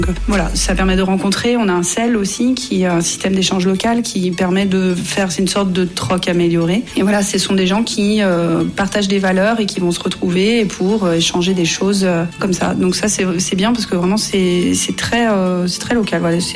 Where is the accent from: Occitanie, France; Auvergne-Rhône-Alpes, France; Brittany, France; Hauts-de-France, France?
Auvergne-Rhône-Alpes, France; je viens du Beaujolais.